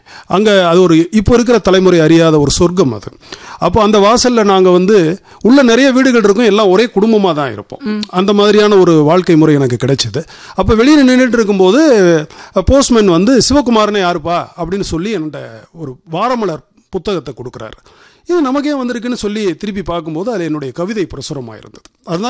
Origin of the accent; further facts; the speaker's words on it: Palani, Tamil Nadu, India; நான் பழனியை சேர்ந்தவன்.